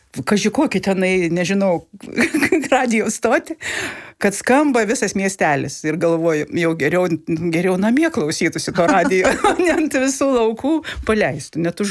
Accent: Skaudvilė, Tauragė County, Lithuania; moved away; aš iš Skaudvilės.

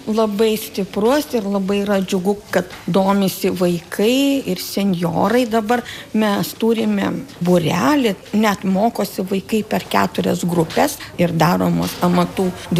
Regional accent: Panevėžys County, Lithuania; Tai aš pati esu iš Pasvalio krašto, augusi kaime

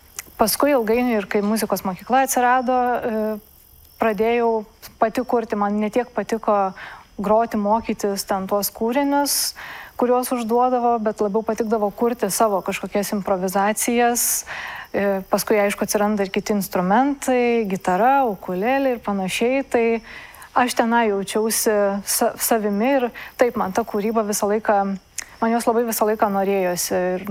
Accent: Alytus, Alytus County, Lithuania; Aš esu iš Alytaus.

